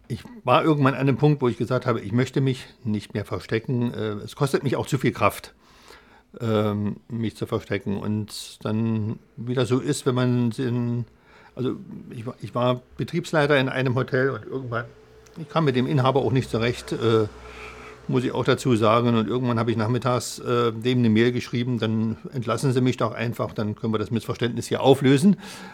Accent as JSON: {"language": "German", "region": "East Germany", "country": "Germany", "tie": "born or raised there", "said": "ich bin ja ein Kind des Ostens und im Osten groß geworden"}